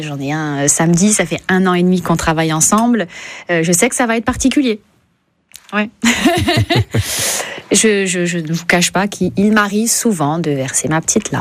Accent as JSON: {"language": "French", "town": "Porto-Vecchio", "region": "Corsica", "country": "France", "tie": "born or raised there", "moved": "yes", "lives_now": "Ajaccio, France", "said": "moi, je suis originaire de Porto Vic, donc voilà, j'aime beaucoup le sud. Je vis à Ajaccio, mais bien évidemment, je me déplace dans toute la Corse."}